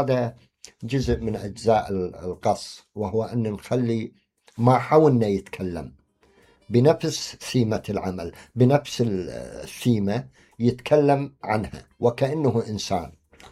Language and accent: Arabic; Iraq; أنا أنطلق من كوني عراقي